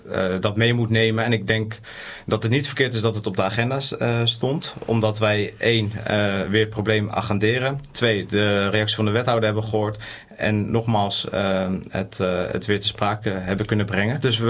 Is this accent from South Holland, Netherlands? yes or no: yes; Gouda, South Holland, Netherlands; born or raised there; also born or lived in Rotterdam